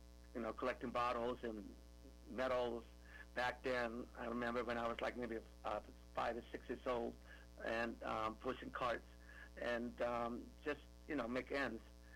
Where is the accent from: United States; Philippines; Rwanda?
Philippines; born there; moved away; I grew up I was born in the Philippines, and with my father and my mom. I mean, we fled the Philippines.